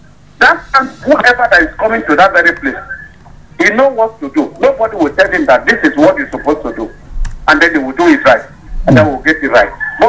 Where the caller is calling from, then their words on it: Nigeria; Good morning. I'm calling from Gadabio.